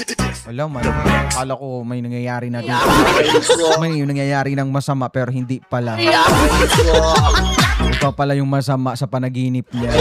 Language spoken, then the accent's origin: Tagalog; Palapag, Eastern Visayas, Philippines; Taga Palapag. Magkababayan pala tayo.